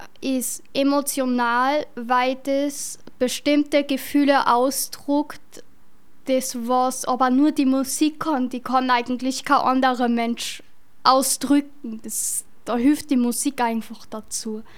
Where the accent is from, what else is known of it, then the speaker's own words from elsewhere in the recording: Bad Ischl, Upper Austria, Austria; Ich komme aus Bad Ischl.